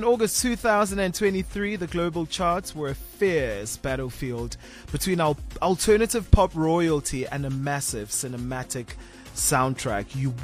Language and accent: English; South Africa